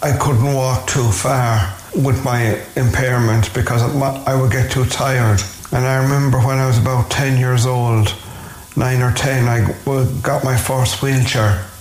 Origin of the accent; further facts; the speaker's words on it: Sixmilebridge, Munster, Ireland; now in Shannon, Ireland; I grew up in Sixwell Bridge. I was born with cerebral palsy.